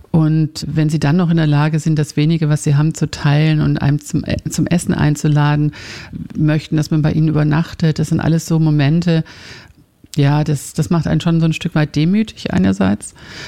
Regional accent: Finland; Also ich komme ja ursprünglich aus Finnland.

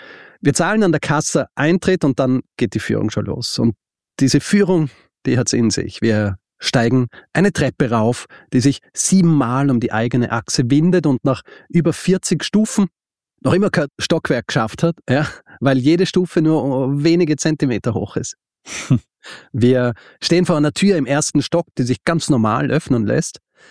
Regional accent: Austria; Genau, kein Radio und ich bin Österreicher

